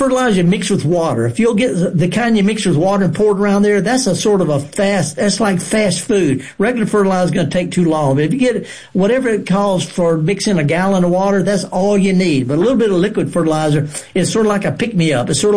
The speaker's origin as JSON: {"language": "English", "region": "Mississippi Delta", "country": "United States", "said": "Okay, now I'm from the Delta."}